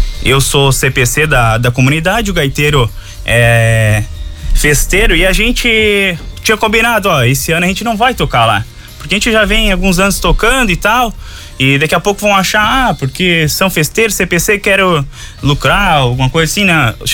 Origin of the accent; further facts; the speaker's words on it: Chapadão do Lajeado, Santa Catarina, Brazil; also born or lived in Joinville; Eu e o gaiteiro somos de Joinville, mas nossos pais eram de Chapadão do Lajeado. Só que todo mundo tem a raiz ali, né? Desde muito novo, eu e o gaiteiro, por exemplo, com 10 anos a gente veio para o Chapadão.